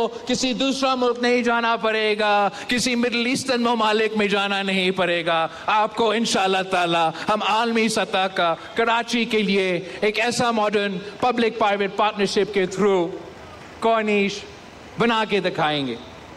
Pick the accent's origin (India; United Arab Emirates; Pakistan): United Arab Emirates; تو میں یو اے ای میں بڑا ہوا, وہاں تعلیم حاصل کی